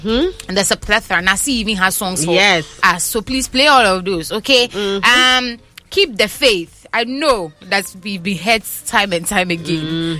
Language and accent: English; Ghana